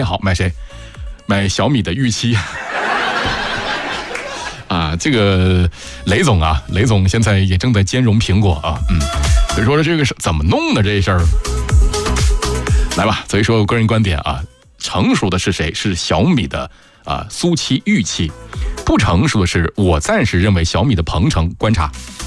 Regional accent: Hulunbuir, Inner Mongolia, China; now in Yichang, China; 顺便推荐一下我老家，我是来自呼伦贝尔的啊，美丽的草原啊

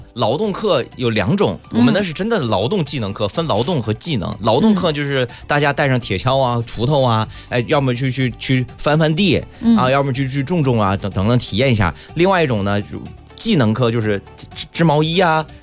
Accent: northern China, China; 像我们小的时候在北方，可能夏天不会像南方这么热

